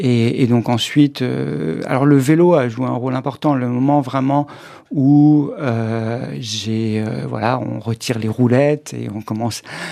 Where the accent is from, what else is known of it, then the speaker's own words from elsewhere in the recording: Auvergne-Rhône-Alpes, France; j'ai grandi dans l'Isère, et de l'autre côté, c'était l'Ain.